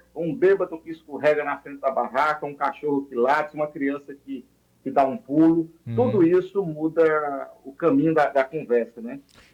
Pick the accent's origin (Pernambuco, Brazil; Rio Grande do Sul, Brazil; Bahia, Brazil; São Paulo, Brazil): Pernambuco, Brazil; Quiúma; born there; Eu nasci em Quiúma, entre Teume e Carpina.